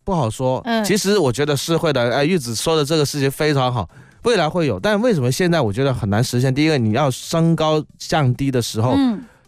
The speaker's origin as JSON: {"language": "Chinese", "town": "Guangzhou", "region": "Guangdong", "country": "China", "said": "就我们广州人以前都是南方小土豆嘛，对，小南方小土豆"}